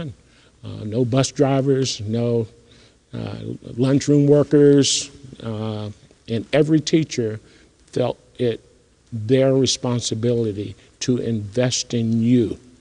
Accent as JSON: {"language": "English", "town": "Roanoke Rapids", "region": "North Carolina", "country": "United States", "tie": "born or raised there", "said": "I grew up in North Carolina."}